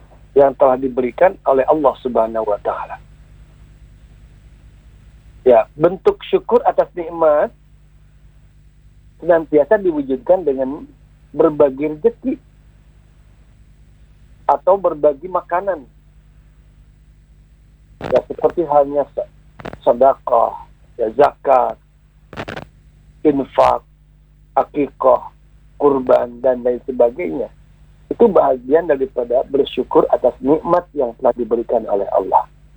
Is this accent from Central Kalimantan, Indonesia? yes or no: no; West Java, Indonesia; Artinya kalau kata orang kita, orang Sunda, ulah jajangkungan.